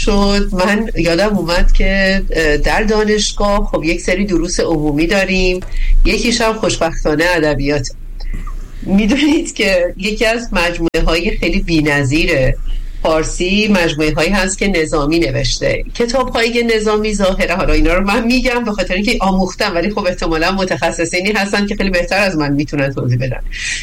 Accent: Gilan, Iran

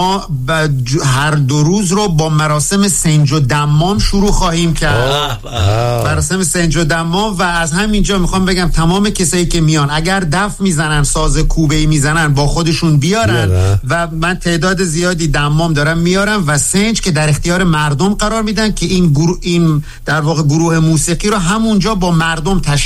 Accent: south, Iran; شما میدونی من تو جنگ بزرگ شدم، تو جنوب، متولد 58 هم.

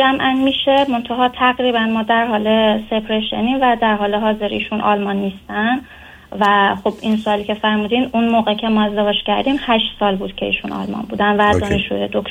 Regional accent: Iran; اینجا پزشکی دارم میخونم و تقریبا 2 ماه دیگه بعد یه آزمون خیلی سرنوشت ساز علوم پایه رو بدم. بعد خب از ایرانم درسم خوب بود، یعنی تو مدرسه اینا موفق بودم.

